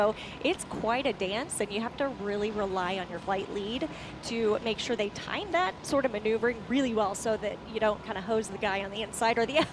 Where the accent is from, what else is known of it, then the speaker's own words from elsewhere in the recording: Kansas City, Missouri, United States; I'm from Kansas City